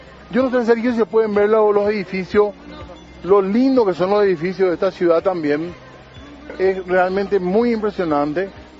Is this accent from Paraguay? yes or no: yes; Paraguay